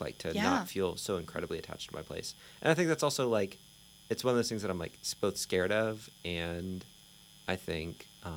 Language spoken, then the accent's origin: English; Lexington, United States; I grew up here in Lexington, and I've built a lot of my personal identity around trying to contribute back to this place. And I'm approaching 40.